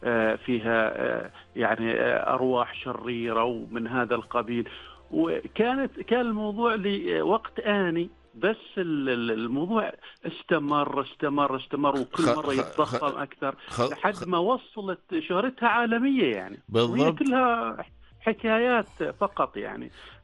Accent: Oman; عندنا في عمان.

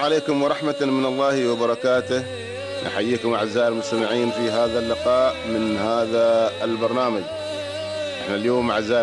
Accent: Muscat, Muscat Governorate, Oman; احنا من مسقط.

